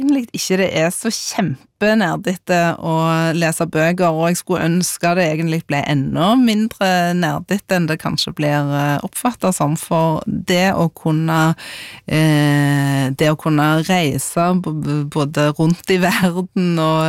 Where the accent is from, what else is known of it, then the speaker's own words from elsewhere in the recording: Sandnes, Rogaland, Norway; alle ungene I gata der jeg vokste opp med stod klar og ventet på bokbussen på mandags ettermiddagen, og de som da var så heldige å ha begynt på skolen, de fikk sitt eget lånekort, og I gamle dager på Sandnes bibliotek